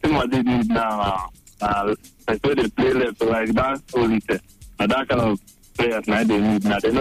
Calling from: Asaba, Delta, Nigeria; I'm calling you from Asaba.

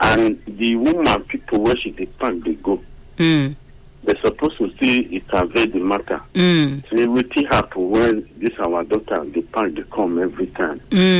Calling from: Masaba, Nigeria; I'm calling from Masaba.

